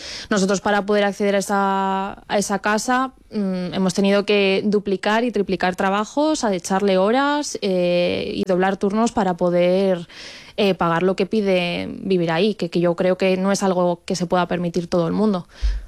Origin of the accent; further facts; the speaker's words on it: Madrid, Community of Madrid, Spain; Bueno, yo soy de Madrid de siempre y nunca, nunca me había planteado salir de Madrid porque a mí mi ciudad me gusta un montón.